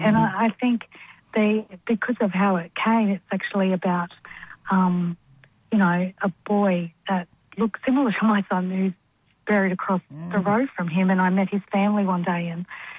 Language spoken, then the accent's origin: English; Goodna, Queensland, Australia; also born or lived in Ipswich; Well, I grew up in Goodna. Born in Ipswich Hospital, and I live at Belbo Park now, which is just up the road from Goodna. So I'm still in the city.